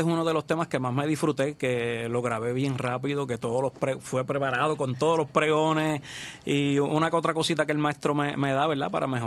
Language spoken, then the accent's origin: Spanish; Orocovi, Puerto Rico; De corazón, de allá del campito de Orocovi